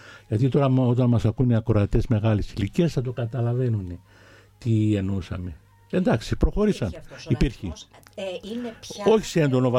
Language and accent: Greek; Greece; first language Pontic Greek; Ναι, φυσικός ομιλητής. Δηλαδή έτσι. Εγώ γεννήθηκα μιλούσα ποντιακά.